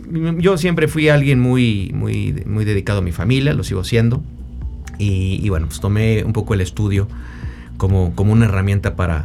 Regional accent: San Luis Potosí, Mexico; soy soy de San Luis Potosí, no tengo hermanos.

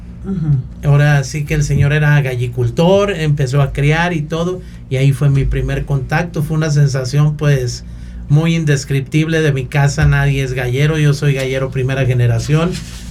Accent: Tlaquepaque, Jalisco, Mexico; also born or lived in Monterrey; now in San Luis Potosí, Mexico; Yo soy originario de Tlaquepaque, Jalisco. Tengo radicado aquí en la ciudad de San Luis Potosí desde 1973.

